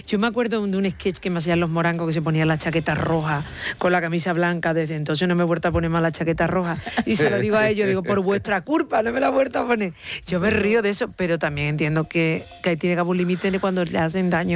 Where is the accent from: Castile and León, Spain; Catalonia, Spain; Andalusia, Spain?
Andalusia, Spain; dos somos andaluzas y venimos de una tierra con mucha guasa.